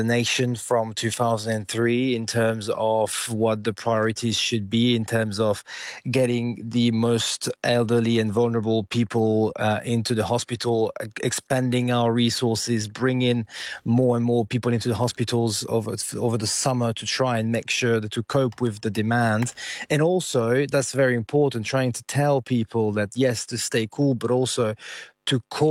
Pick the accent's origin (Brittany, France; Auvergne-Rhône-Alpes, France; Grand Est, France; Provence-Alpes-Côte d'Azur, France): Provence-Alpes-Côte d'Azur, France; Nice; moved away; I'm in my hometown, I'm with my family, and that's where I grew up.